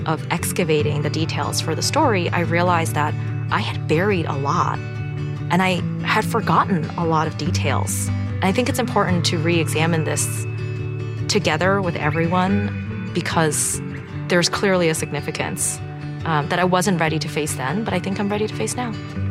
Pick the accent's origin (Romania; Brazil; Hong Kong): Hong Kong; also born or lived in Edmonton, Canada; now in Doylestown, United States; I use she, her pronouns. I was born in Edmonton, Canada. I grew up in Hong Kong. And now I am very happy to call Doylestown, Pennsylvania, my home.